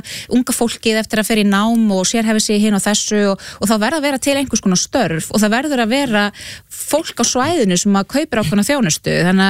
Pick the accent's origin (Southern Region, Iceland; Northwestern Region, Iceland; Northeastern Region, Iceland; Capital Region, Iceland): Southern Region, Iceland; Flúðir; ég nú alveg upp á Flúðum til dæmis og það var, svona í minni æsku, það var í raun og veru ekkert þangað að sækja.